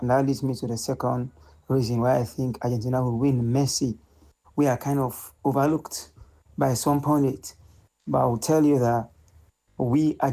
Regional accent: Freetown, Western Area, Sierra Leone; Hello, BBC. … I'm from Freetown, Sierra Leone.

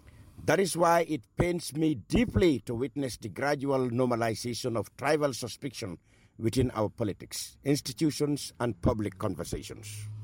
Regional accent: Serekunda, Kanifing, Gambia; I was born in Serekunda, London Corner, where the late Pa Loren affectionately

